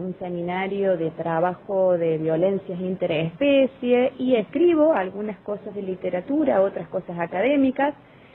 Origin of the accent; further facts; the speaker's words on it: Argentina; el mate, tan argentino, tan nuestro, tan propio